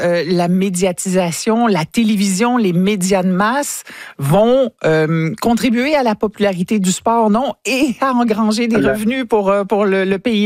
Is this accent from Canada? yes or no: yes; Canada; chez nous au Canada